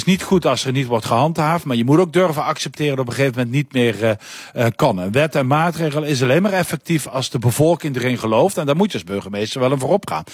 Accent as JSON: {"language": "Dutch", "country": "Netherlands"}